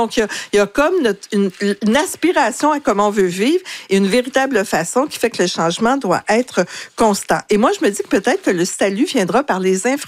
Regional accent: Quebec, Canada

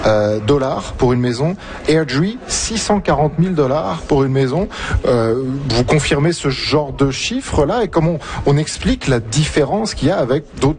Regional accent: France; now in Edmonton, Canada; Moi, je suis français, on a une vision immobilière bien différente du Canada puisqu'on est un tout petit pays très condensé.

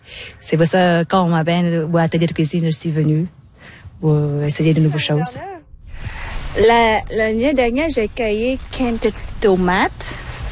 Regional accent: Vietnam; French is a second language; Je viens de Vietnam.

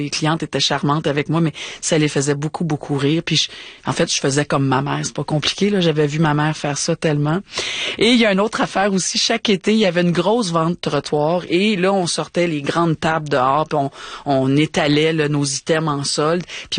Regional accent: Montreal, Quebec, Canada; born or raised there

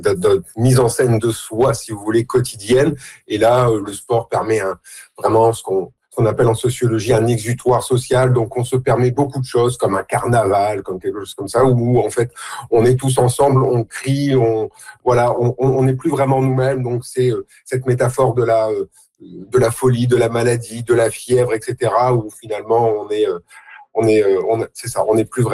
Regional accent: France; now in Canada; moi, en tant que Français

